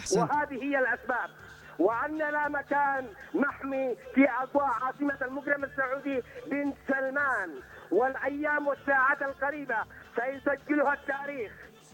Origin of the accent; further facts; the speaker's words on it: Taiz, Taiz Governorate, Yemen; born there; now in Sanaa, Yemen; انا من تعز وولدت في تعز وابوس ترابك يا تعز